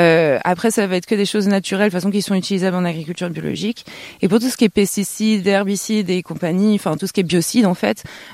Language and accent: French; Centre-Val de Loire, France; moi, je suis du Cher et Benjamin est de l'Indre-et-Loire.